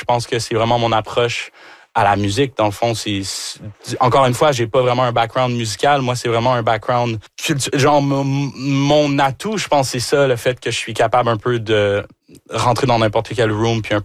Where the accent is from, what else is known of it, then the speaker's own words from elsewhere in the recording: Quebec, Canada; moi, je suis québécois de chez Québec.